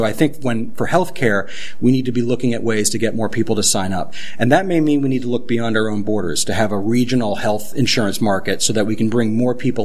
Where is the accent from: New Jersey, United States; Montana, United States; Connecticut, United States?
New Jersey, United States; now in Vermont, United States; the place where I grew up in New Jersey had a farm near where my folks live